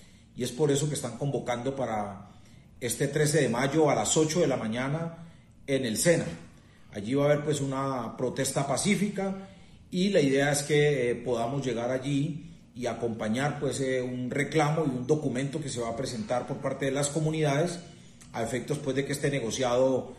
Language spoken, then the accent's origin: Spanish; Buenaventura, Valle del Cauca, Colombia; Un abrazo enorme a mi pueblo de Buenaventura.